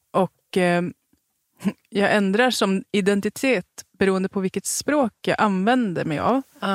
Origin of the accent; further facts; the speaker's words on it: Haparanda, Norrbotten County, Sweden; now in Stockholm, Sweden; Jag tänker att vi har ju också tvättat bort våran dialekt. Mm. För så här pratar man inte i Haparanda som vi gör.